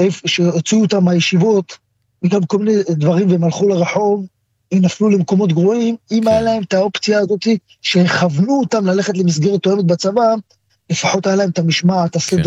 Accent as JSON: {"language": "Hebrew", "town": "Bnei Brak", "region": "Tel Aviv District", "country": "Israel", "tie": "born or raised there", "said": "אני גדלתי בבית, גם אחרי שהתגייסתי, אמרו לי, אל תבוא לבית עם מדים, אל תבוא לבני ברק עם מדים"}